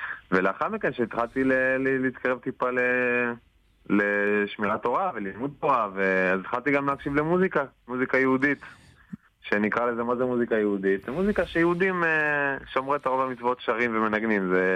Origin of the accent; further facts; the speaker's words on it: a moshav in the Jezreel Valley, Northern District, Israel; אני ממושב בעמק ישראל.